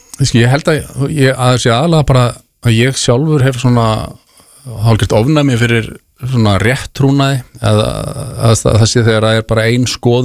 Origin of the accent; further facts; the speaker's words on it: Garðabær, Capital Region, Iceland; Við erum bara uppeldisbræður úr Garðabænum. Við erum hérna, báðir fættir þar og uppaldir.